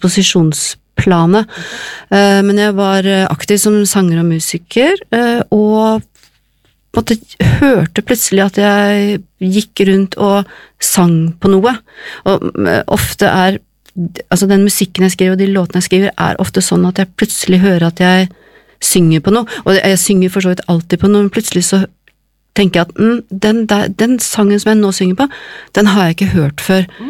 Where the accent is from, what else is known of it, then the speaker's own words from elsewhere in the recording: Moss, Østfold, Norway; Egentlig så kommer jeg fra Moss, og jeg pleier å si at forbløffende mange av oss er fra Moss